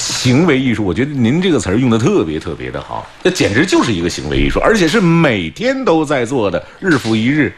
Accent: China

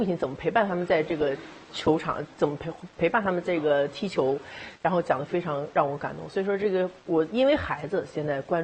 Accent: Jiangsu, China; now in Jinzhou, China; 今年我们在做东北烧的时候，我作为一个江苏人，在锦

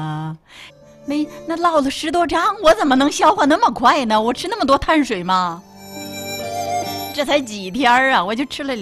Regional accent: Hebei, China; moved away; 我回老家了嘛，说你们老家有什么好听的？我老家河北梆子

